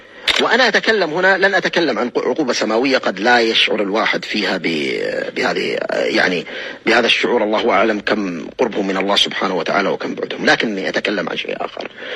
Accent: United Arab Emirates; أنا إماراتي وأتكلم على دولتي

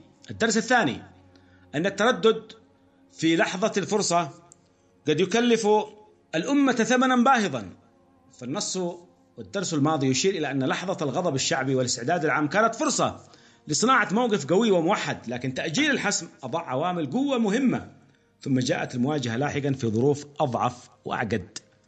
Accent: Yemen; عندنا في اليمن نرى ذلك

